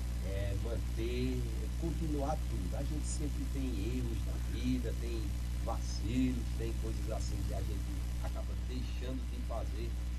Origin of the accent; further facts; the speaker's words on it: Toritama, Pernambuco, Brazil; also born or lived in Caruaru, Brazil; Nasci em Caruaru, mas sempre vivia aqui na cidade de Toritama.